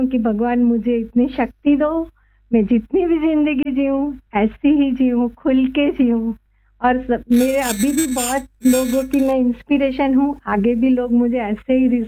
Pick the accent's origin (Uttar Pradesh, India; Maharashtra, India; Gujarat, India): Gujarat, India; मैं गुजराती हूँ, गरबा बहुत अच्छा सा खेलती हूँ